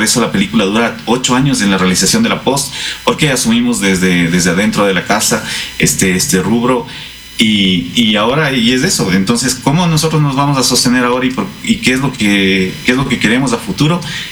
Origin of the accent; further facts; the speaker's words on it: Ecuador; en el Ecuador nuestro mercado es súper pequeñito